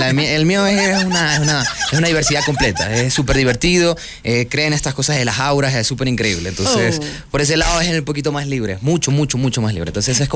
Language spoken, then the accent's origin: Spanish; Guayaquil, Guayas, Ecuador; tengo 20 añitos y también soy de la ciudad de Guayaquil